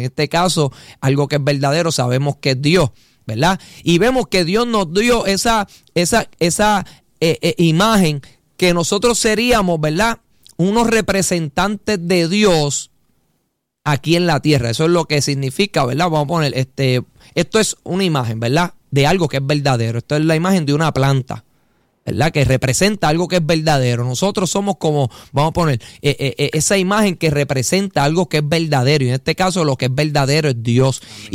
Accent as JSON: {"language": "Spanish", "country": "Puerto Rico", "said": "Nosotros que somos puertorriqueños, ¿verdad? Nuestra identidad es ser puertorriqueño, aunque nacemos con una ciudadanía americana. Pero tenemos una identidad de nacionalidad."}